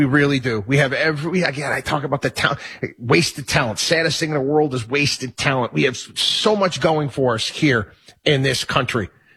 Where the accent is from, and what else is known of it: Albany, New York, United States; born or raised there